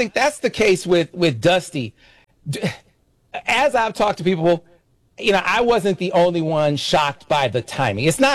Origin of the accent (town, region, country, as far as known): Flint, Michigan, United States; born or raised there